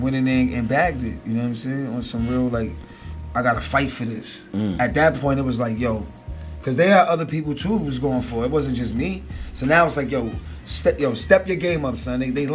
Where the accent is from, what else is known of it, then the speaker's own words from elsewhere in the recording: Queens, New York, United States; You know, because I come from Queens, I seen so much, I can do that.